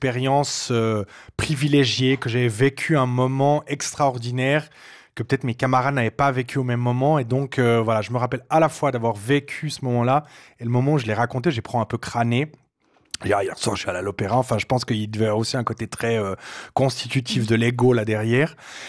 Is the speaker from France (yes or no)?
no; Fribourg, Switzerland; Et Anya, vous avez dit avant que j'ai grandi à Fribourg. Alors, ce qu'il faut savoir, c'est qu'à Fribourg, on ne parle pas très, très bien.